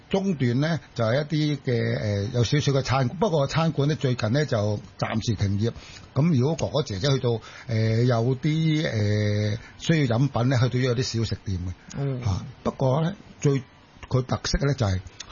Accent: Chaozhou, Guangdong, China; 我都系潮州人。

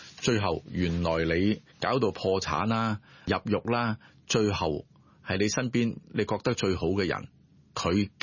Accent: China; 就係身為中國人有個好，我哋都識一個人叫蘇東坡。

